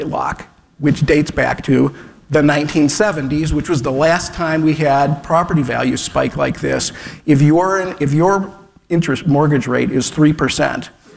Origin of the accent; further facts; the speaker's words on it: Cleveland Heights, Ohio, United States; now in Columbus, United States; the neighborhood I live in Columbus, which is a lot like the neighborhood I grew up in Cleveland Heights, with old houses from the 1920s and 30s